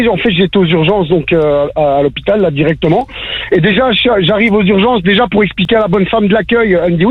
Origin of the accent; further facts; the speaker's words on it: Brussels, Brussels-Capital Region, Belgium; born there; je suis né à Bruxelles